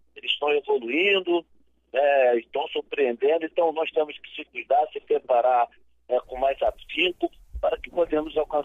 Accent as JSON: {"language": "Portuguese", "country": "Brazil"}